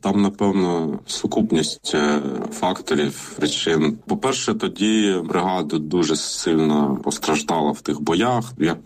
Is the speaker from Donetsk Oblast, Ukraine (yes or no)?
yes; Donetsk Oblast, Ukraine; ми взагалі з Бахмутського району родом. І я от розумію, що тут от земля, от ну, моїх там бабусі, дідуся